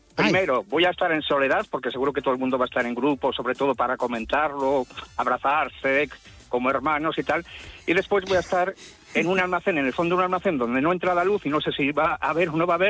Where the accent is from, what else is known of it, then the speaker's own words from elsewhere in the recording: Bilbao, Basque Country, Spain; Digo que estoy en Galicia, pero yo soy de Bilbao. Porque todo el mundo sabe que Bilbao es el centro del mundo.